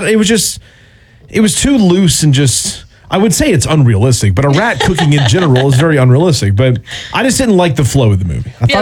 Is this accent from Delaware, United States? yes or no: no; Georgia, United States; I was born and raised here in Georgia.